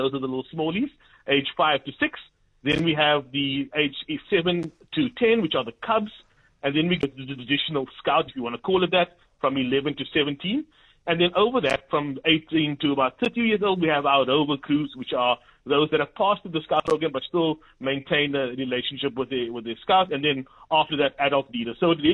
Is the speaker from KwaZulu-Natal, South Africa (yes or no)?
no; Grassy Park, Western Cape, South Africa; I grew up in Grassy Park, so I do understand the emphasis on Gilead and making sure that scouting is available in those areas as well.